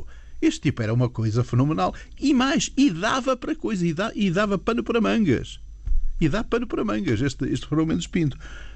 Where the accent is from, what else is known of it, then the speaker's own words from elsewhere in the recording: Madeira, Portugal; born there; Eu nasci na Madeira por um mero acaso. A minha mãe era inglesa, tem nada a ver com esta coisa, com esta zona. O meu pai é do Douro.